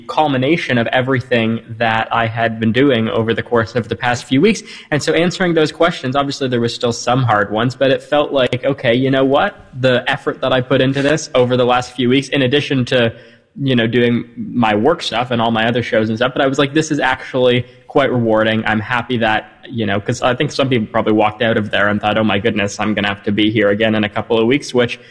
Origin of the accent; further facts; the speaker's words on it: Canada; And that was interesting just because I'm from Canada, who doesn't know me, I'm from